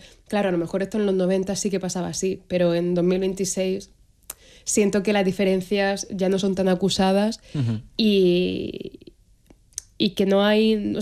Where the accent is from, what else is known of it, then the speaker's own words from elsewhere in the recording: Cartagena, Region of Murcia, Spain; Como soy de Cartagena, para mí el verano ha sido siempre todo el año, excepto 2 meses.